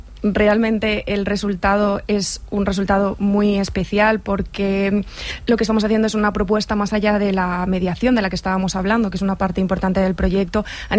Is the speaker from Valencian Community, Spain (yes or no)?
yes; Valencia, Valencian Community, Spain; Yo de aquí, de Valencia.